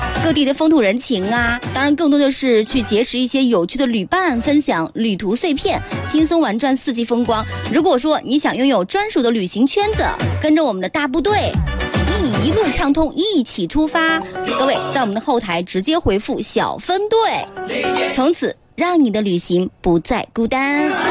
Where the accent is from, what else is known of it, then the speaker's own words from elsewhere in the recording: Yuncheng, Shanxi, China; 我们的故乡，我们的家乡山西运城。